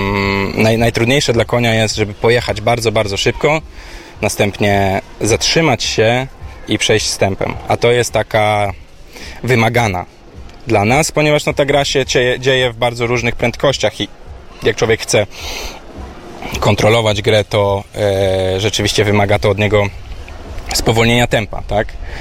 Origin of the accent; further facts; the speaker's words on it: Gdańsk, Pomeranian Voivodeship, Poland; ja z Gdańska jestem, a do Warszawy dojeżdżamy co weekend z tatą, żeby grać.